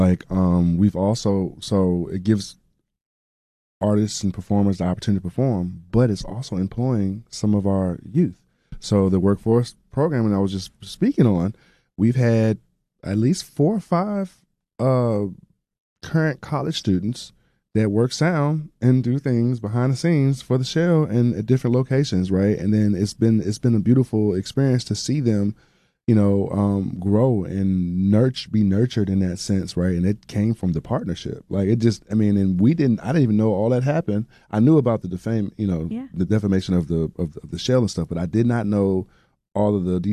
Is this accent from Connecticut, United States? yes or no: no; Millington, Tennessee, United States; I'm from Millington. I play football in Millington